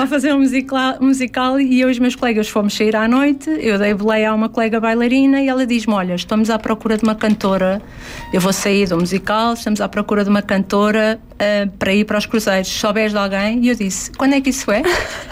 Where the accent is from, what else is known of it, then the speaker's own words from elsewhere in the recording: Coimbra, Centro, Portugal; also born or lived in Minho; now in Lisbon, Portugal; o meu próprio percurso pessoal enquanto conimbricense, enquanto artista e portanto, passa pelo Minho, parando depois em Coimbra e seguindo para Lisboa, para onde eu vim viver